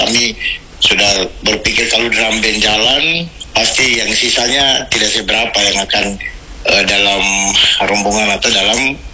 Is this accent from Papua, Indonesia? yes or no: yes; Biak, Papua, Indonesia; Sebagai anak bangsa, semangat sebagai anak Papua, semangat sebagai anak Biak harus tetap terjaga